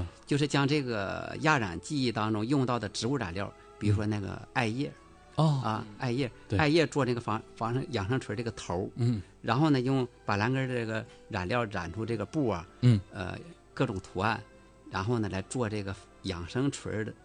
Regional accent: China; 也体现我们中国人这个有骨气，

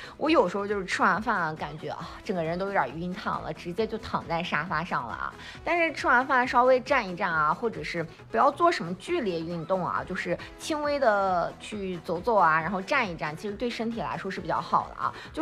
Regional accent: Shandong, China; 我觉得咱们山东人是不是都普遍挺爱吃咸菜的，就感觉我，因为我是在南方上的大学啊

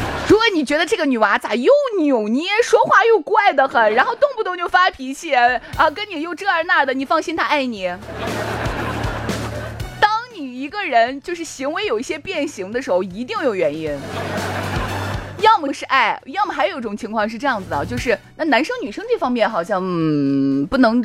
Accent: Shaanxi, China; 这是我们那边的方言啊，看有多少人是知道的。我唱一下，毛麻的。咦，这么多人知道呢？我以为这陕西话是加密语言

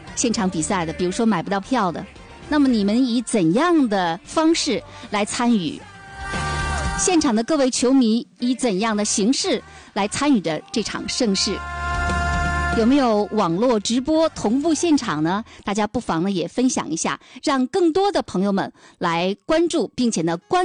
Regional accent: Jilin, China; moved away; also born or lived in Changchun; 我是吉林人，在长春上的学，

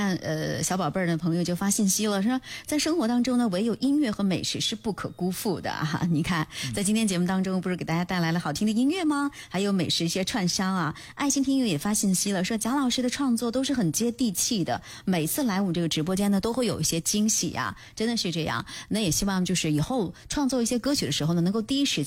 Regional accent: Linfen, Shanxi, China

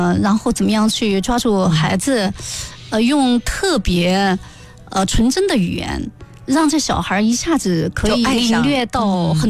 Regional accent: Kashgar, Xinjiang, China; 像我们喀什好像还有一个什么地下迷宫什么的。

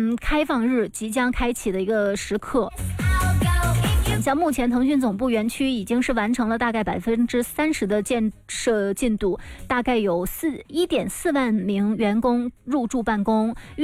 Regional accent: Shenzhen, Guangdong, China; 让咱们深圳人觉得特别骄傲的一件事情呢

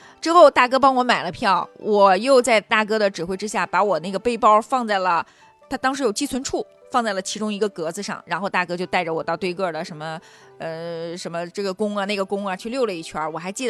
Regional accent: Northeast China, China; 我们都是东北的

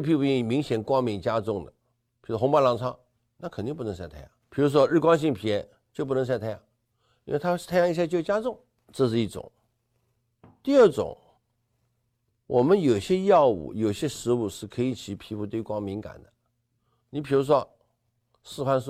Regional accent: China; 我们中国人吃药不但看说明书

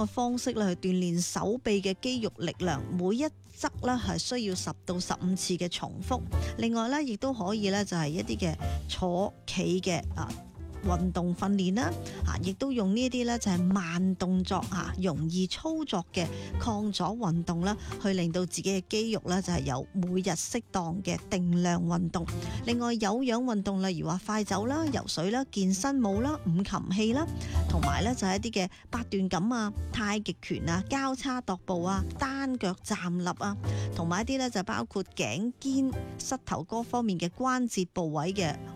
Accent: Guangdong, China; 我哋广东人

